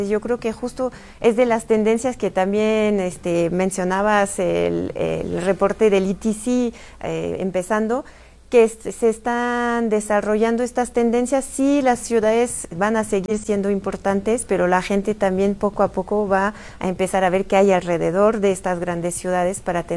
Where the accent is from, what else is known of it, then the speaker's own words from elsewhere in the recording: France; now in Mexico; Yo siendo francesa